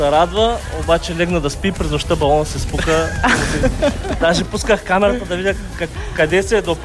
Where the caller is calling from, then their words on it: Varna, Varna Province, Bulgaria; ние сме от Варна.